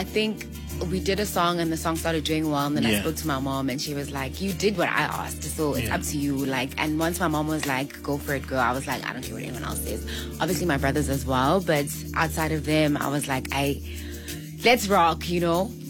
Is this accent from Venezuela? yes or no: no; Mthatha, Eastern Cape, South Africa; I'm originally from Mthatha.